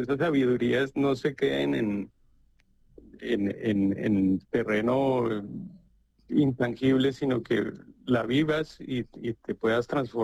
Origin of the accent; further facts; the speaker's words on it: Bogotá, Colombia; Yo soy bogotano, sí